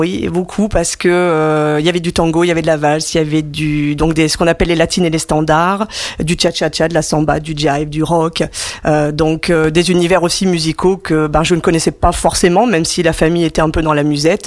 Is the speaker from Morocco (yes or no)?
no; Hauts-de-France, France; moved away as an adult; now in Île-de-France, France; je ne suis pas de la région parisienne, je suis picarde.